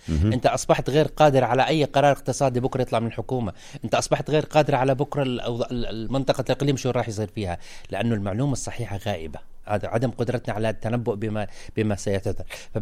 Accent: Jordan; السوشيال ميديا صنعت عندنا أنا كمواطن أردني وعي زائف

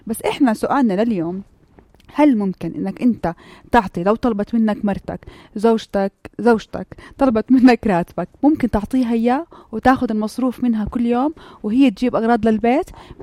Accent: Jordan

